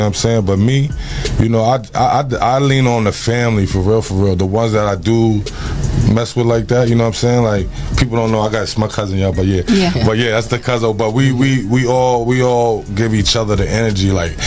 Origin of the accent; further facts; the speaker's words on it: Harlem, New York, United States; Oh, you know I'm from Harlem.